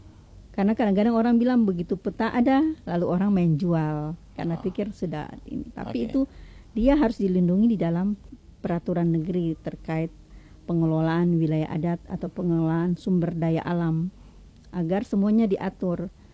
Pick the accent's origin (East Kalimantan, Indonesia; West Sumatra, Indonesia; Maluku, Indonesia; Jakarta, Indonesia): Maluku, Indonesia; kita di Maluku ini sangat sensitif soal tapal batas.